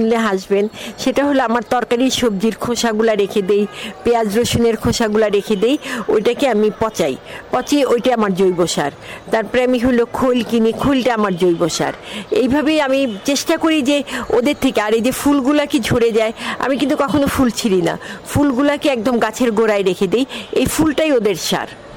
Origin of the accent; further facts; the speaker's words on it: Tangail, Dhaka Division, Bangladesh; আমি টাঙ্গাইলের মেয়ে। টাঙ্গাইলে আমি একটা হিন্দু প্রধান এলাকা ছিল, আমরা যখন ছোট ছিলাম প্রত্যেকটা বাড়ির সামনে ফুল বাগান, পুকুর এইসব ছিল।